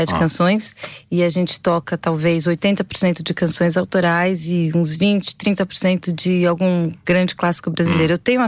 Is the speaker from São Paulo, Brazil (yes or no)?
yes; São Paulo, Brazil; moved away as an adult; passei a vida inteira em São Paulo, vivendo na capital, aquela cidade maluca. E na pandemia a gente se mudou para uma praia no litoral norte de São Paulo.